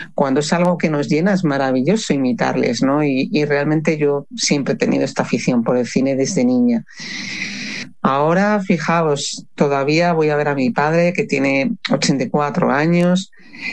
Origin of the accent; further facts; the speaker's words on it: Pamplona, Navarre, Spain; Asocio mi infancia, que yo vivía en Pamplona cuando era niña